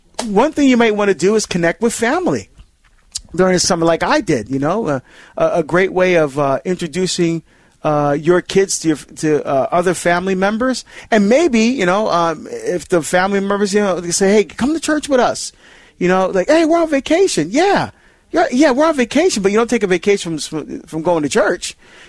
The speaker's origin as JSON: {"language": "English", "region": "New Jersey", "country": "United States", "tie": "born or raised there", "said": "calling from my home state of New Jersey, from Toms River."}